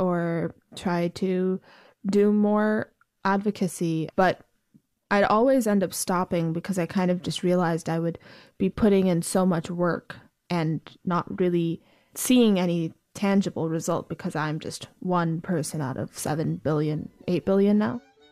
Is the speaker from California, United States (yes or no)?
yes; Altadena, California, United States; I'm from Altadena, California, and I play the violin.